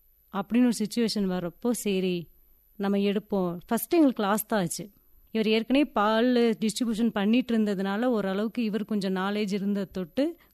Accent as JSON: {"language": "Tamil", "town": "Uthamapalayam", "region": "Tamil Nadu", "country": "India", "tie": "born or raised there", "lives_now": "Ooty, India", "said": "என்னோட சொந்த ஊர் வந்து உத்தமபாளையம் தேனி மாவட்டம். அப்பா அம்மாவங்கெல்லாம் விவசாயம் தான்."}